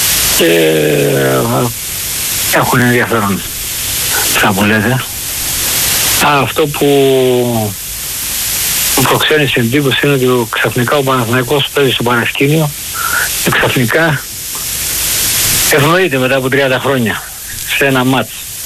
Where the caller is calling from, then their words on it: Melissia, Attica, Greece; από τα Μελίσια.